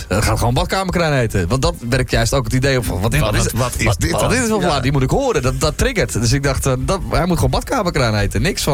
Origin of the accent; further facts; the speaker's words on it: Grootebroek, North Holland, Netherlands; ik stond vorig jaar in Grotebroek, daar heb ik op school gezeten. Dus dat is echt mijn omgeving waar ik opgegroeid ben.